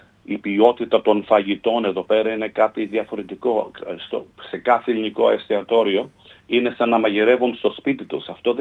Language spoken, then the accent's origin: Greek; Australia; Είμαστε μια μικρή χώρα, 28 εκατομμύρια